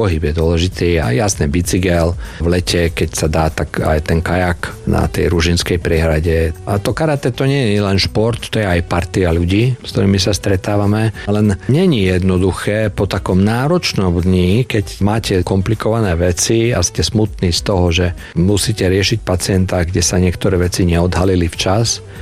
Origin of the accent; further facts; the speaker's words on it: Košice, Košice Region, Slovakia; Tak ja som Košičan